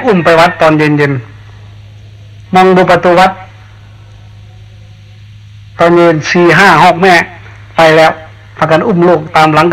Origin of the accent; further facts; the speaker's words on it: Isan, Thailand; ตอนเด็กๆจำได้ในภาคอีสานเนี่ย